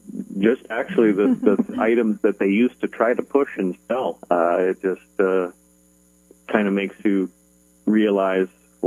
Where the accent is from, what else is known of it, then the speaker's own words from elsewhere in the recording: Canada; moved away; I'm originally from Canada